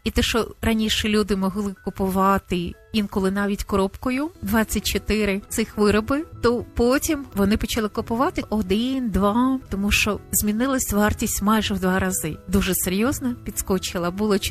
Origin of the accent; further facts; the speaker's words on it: Kyiv, Ukraine; хоча я киянка